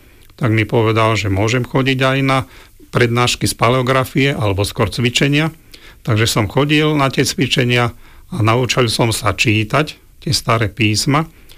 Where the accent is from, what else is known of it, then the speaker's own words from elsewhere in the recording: Bratislava, Bratislava Region, Slovakia; pretože ja pochádzam z Karlovej Vsi